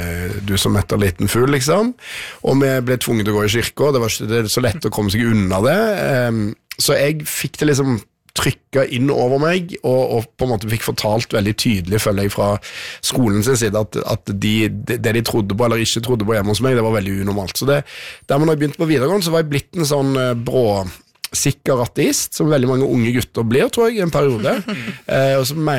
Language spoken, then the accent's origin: Norwegian; Stavanger, Rogaland, Norway; Og så vokste jeg opp i Stavanger, i liksom krampetrekningene av den gamle bedehushovedstaden